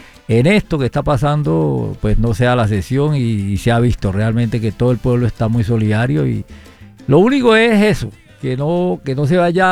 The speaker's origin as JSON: {"language": "Spanish", "country": "Colombia"}